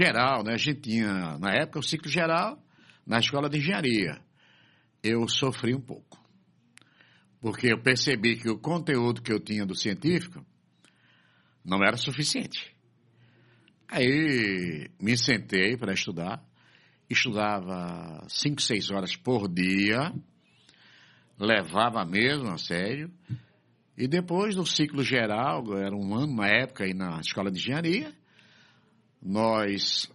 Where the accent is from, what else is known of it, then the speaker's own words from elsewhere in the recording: Recife, Pernambuco, Brazil; born there; Eu nasci em Recife.